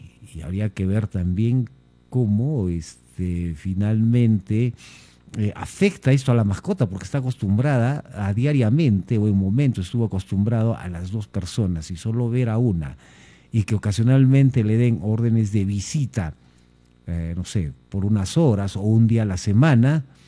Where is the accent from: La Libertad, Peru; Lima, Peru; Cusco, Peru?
Cusco, Peru; conociéndonos como cusqueños